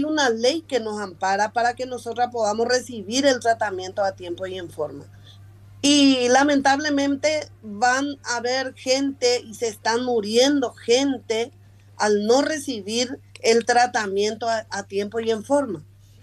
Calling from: Paraguay; como paraguayo te digo buenos días, Emi

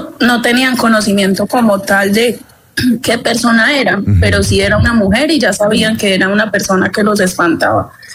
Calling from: Pereira, Risaralda, Colombia; Desde Pereira, Risaralda.

